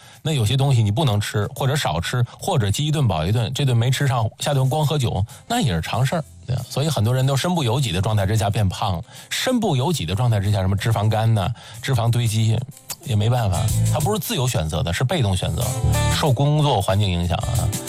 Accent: Tianjin, China; 从小在这长大

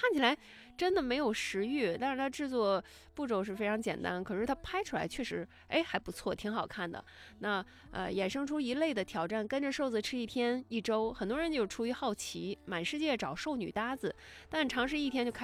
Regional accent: China; 作为中国人

